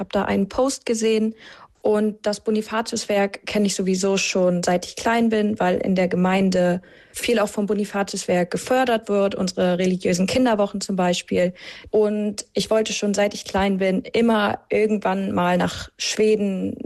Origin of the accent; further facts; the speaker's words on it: Rostock, Mecklenburg-Vorpommern, Germany; Bei uns in Rostock gibt es ja tatsächlich nicht so viele Katholiken, deswegen bin ich diese Diaspora-Kirche schon gewohnt.